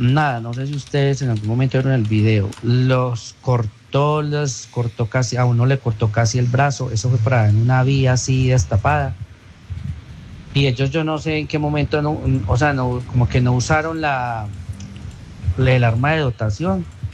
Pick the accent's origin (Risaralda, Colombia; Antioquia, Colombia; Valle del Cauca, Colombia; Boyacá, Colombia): Risaralda, Colombia; Pereira